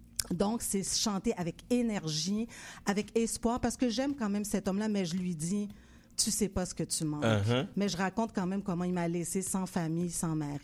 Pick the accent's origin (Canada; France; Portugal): Canada; Quebec; born there; je suis née au Québec.